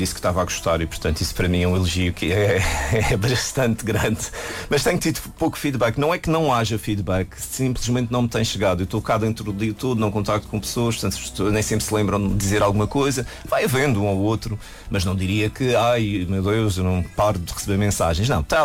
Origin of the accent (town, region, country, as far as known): Madeira, Portugal